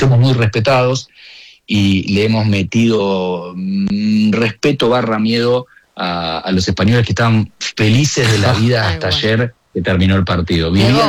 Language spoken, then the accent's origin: Spanish; Argentina; nosotros, obviamente, como buenos argentinos